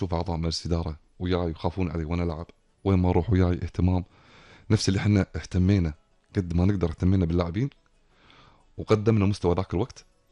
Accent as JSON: {"language": "Arabic", "country": "Kuwait", "said": "احنا ككويتيين"}